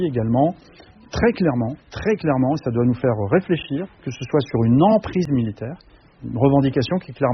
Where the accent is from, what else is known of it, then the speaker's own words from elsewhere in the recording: Bourges, Centre-Val de Loire, France; je suis originaire de ce département, oui c'est vrai, je suis né à Bourges, j'y ai toutes mes attaches.